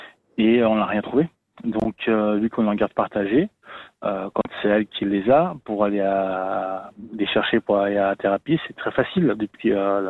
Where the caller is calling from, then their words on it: Geneva, Switzerland; de Genève.